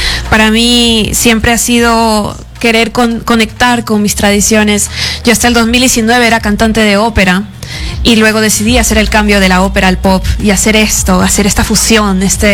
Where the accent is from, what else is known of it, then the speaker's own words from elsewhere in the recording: Lima, Peru; el cajón afroperuano, que es un instrumento que me ha acompañado creciendo aquí en Lima